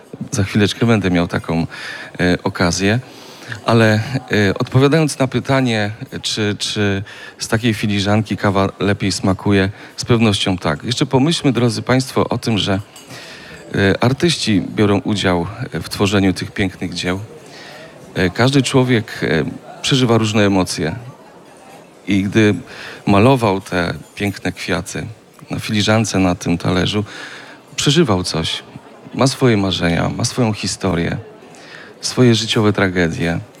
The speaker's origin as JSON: {"language": "Polish", "region": "Lesser Poland", "country": "Poland", "tie": "born or raised there", "said": "Pochodzę z małej miejscowości koło Święcimia."}